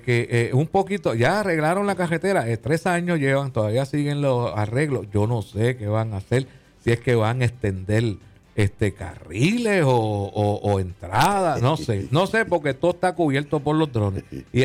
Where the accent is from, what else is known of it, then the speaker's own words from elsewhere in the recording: Puerto Rico; now in Fajardo, Puerto Rico; usted sabe cómo somos aquí los boricuas